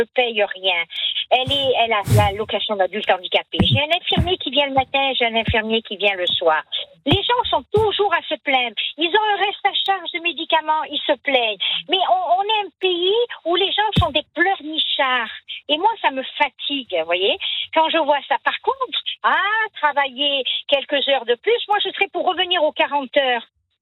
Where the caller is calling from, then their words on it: Nice, Provence-Alpes-Côte d'Azur, France; Nice, c'est merveilleux, je suis niçoise, hein, fière de l'être.